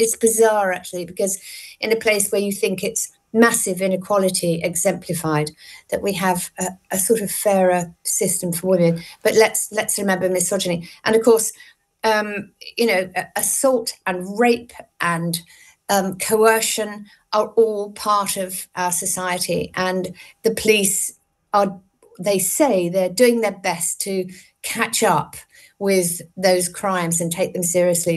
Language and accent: English; Brighton, South East England, United Kingdom; my hometown, Brighton.